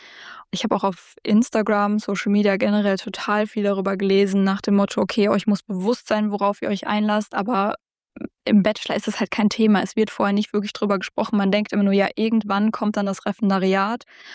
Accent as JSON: {"language": "German", "region": "North Rhine-Westphalia", "country": "Germany", "tie": "born or raised there", "said": "ich bin hier im Ländlichen, wo ich aufgewachsen bin auch. Und jetzt ist es aber so, okay, vielleicht komme ich auch einfach ans andere Ende von Nordrhein-Westfalen"}